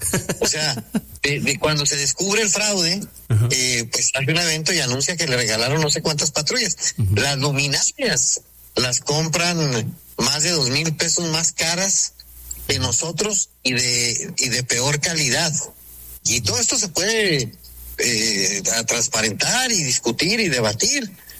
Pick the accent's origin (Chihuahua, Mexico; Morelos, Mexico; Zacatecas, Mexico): Chihuahua, Mexico; como buen chihuahuense no somos dejados.